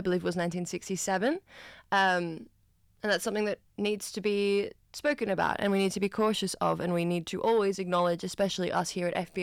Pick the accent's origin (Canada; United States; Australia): Australia; New South Wales; I grew up on Wangal and Awabakal land